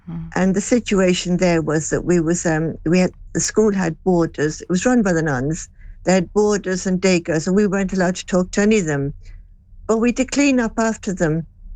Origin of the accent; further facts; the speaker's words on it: Limerick, Munster, Ireland; born there; Well, I was born in Limerick.